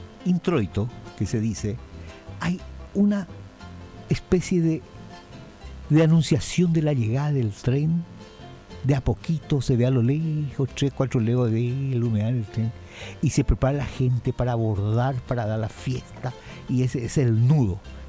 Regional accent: Isla Saca, Paraguay

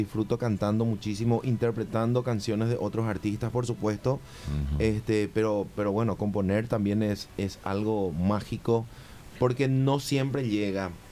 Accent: Asunción, Paraguay; born there; Yo nací en la ciudad de Asunción, sí, en el hospital militar.

